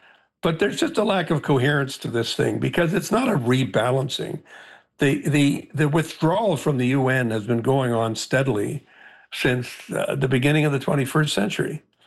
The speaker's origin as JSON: {"language": "English", "country": "Canada", "said": "as Canadian members of a mission."}